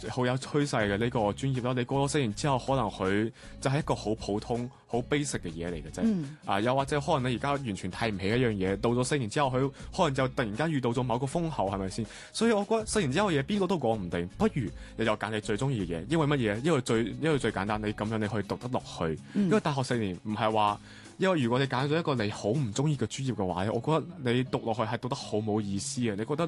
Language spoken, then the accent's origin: Cantonese; Macau; hello 啊，各位，